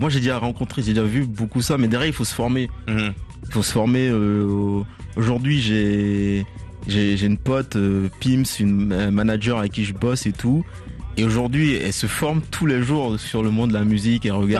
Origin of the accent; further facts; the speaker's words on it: Benin; Je suis originaire du Bénin.